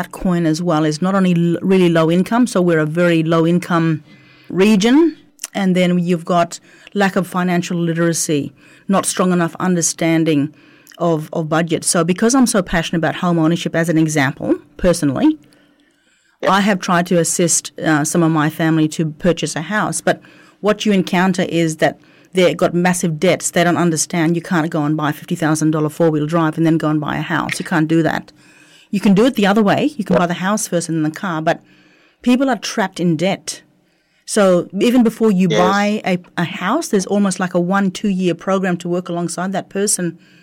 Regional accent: Western Australia, Australia; me and Mitch are in the Kimberley, and we're from the Kimberley

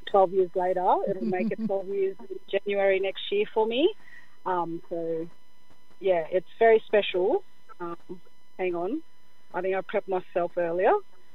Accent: Cairns, Queensland, Australia; I'm a proud Samu and Panai woman from Mabiyog. So I was born and raised in Cairns.

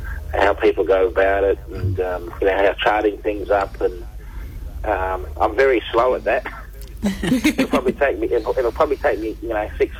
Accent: Western Australia, Australia; my mob's on my mother's side is the Wadjuk crew all the way along. We sort of, our group dwelled along Swan River, up towards the Guildford area

